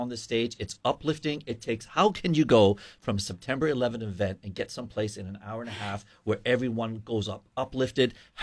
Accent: Canada; But anyways, as a Canadian, I figured it out.

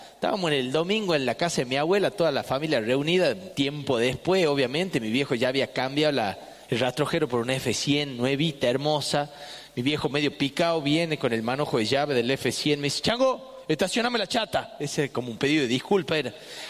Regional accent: Famaillá, Tucumán, Argentina; la municipalidad de Famayá, en mi pueblo natal

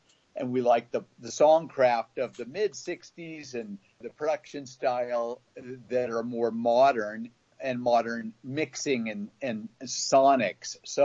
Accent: Los Angeles, California, United States; and I'm from Los Angeles.

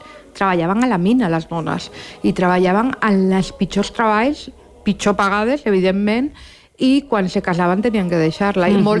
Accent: Barcelona, Catalonia, Spain; born there; Jo vaig néixer a Barcelona, a l'Hospital Sant Pau, el 8 d'abril del 77. Bueno, jo soc adoptada, me van adoptar en 6 mesos i van adoptar una família de Lleó, que són els meus pares.

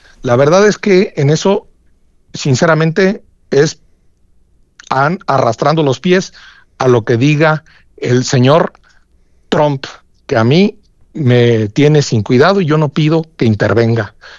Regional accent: Mexico; A mí me indigna como mexicano

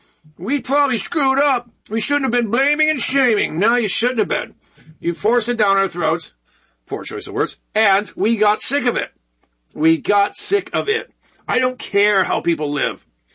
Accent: Michigan, United States; my home state of Michigan

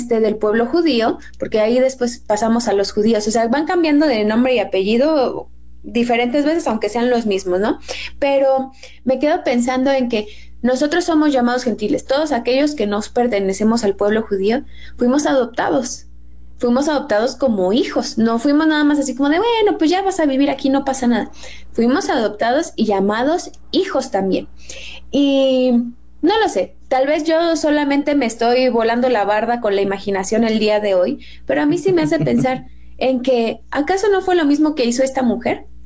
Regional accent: Mexico; born there; soy mexicana, porque soy mexicana de nacimiento y de corazón y de todo

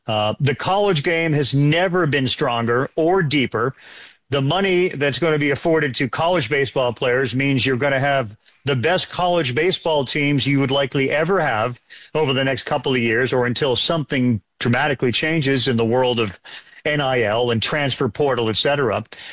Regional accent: New England, United States; now in Connecticut, United States; I'll be honest, I grew up in New England, and I was a Patriots fan

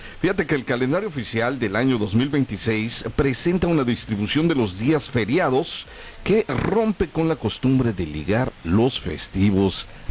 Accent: Mexico; Porque somos mexicanos

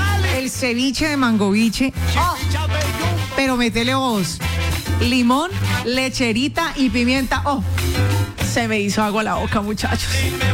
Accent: Cali, Valle del Cauca, Colombia; Y a todos los oyentes, me perdonan, y ahí creo que les fallé como caleña.

